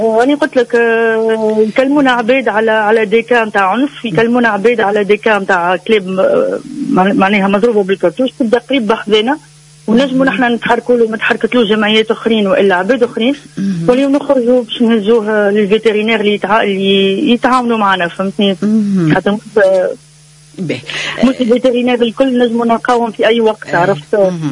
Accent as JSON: {"language": "Arabic", "country": "Tunisia"}